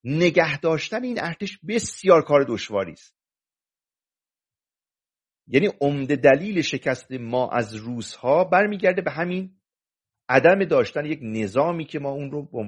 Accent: Mazandaran, Iran

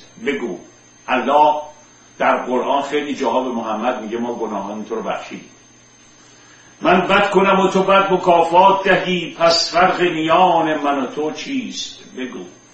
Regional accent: Iran; توی اون کشور بزرگ شدم.

